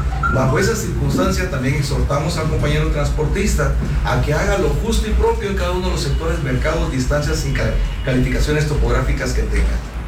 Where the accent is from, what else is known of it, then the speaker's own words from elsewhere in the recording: Guatemala; Como guatemaltecos y empresarios, nos desligamos de cualquier bloqueo.